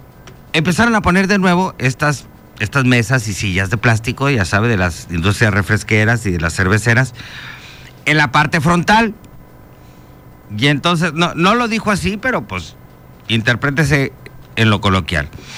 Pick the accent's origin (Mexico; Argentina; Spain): Mexico; Chetumal, Quintana Roo